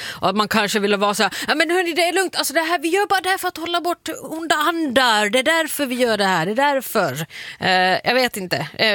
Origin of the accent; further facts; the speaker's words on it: Finland; moved away as an adult; now in Sweden; när jag fortfarande bodde hemma i Finland. Jag flyttade till Sverige 2014. Men född och uppvuxen där.